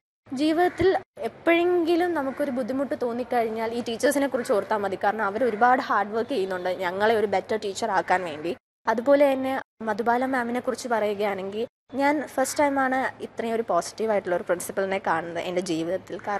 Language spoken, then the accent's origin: Malayalam; Thiruvananthapuram, Kerala, India; ഞാൻ തിരുവനന്തപുരം സ്വദേശിനിയാണ്.